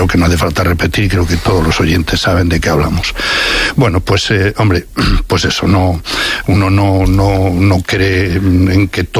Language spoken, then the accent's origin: Spanish; León, Castile and León, Spain; No, para sospechosos, para soy de León.